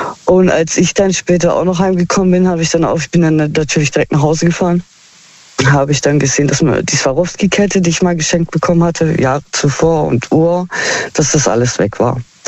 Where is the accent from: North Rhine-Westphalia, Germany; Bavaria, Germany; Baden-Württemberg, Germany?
Baden-Württemberg, Germany; Heilbronn; Aus Heilbronn.